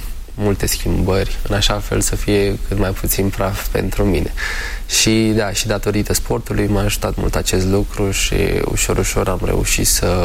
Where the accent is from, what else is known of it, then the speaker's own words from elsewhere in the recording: Buciumeni, Dâmbovița, Romania; also born or lived in Pucioasa / Fieni; eu m-am născut în Pucioasa, apoi am stat, din câte mi-aduc aminte, o perioadă în Fieni, care este lângă Pucioasa, și apoi ne-am mutat, avem o casă bătrânească în Buciumeni, în localitatea Buciumeni.